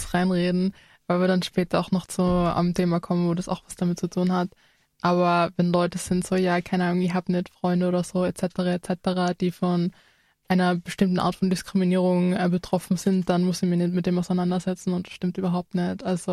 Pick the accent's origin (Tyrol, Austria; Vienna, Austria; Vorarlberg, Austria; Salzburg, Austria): Tyrol, Austria; Innsbruck; ich und die Laura sind beide biracial, geboren, aufgewachsen in Innsbruck.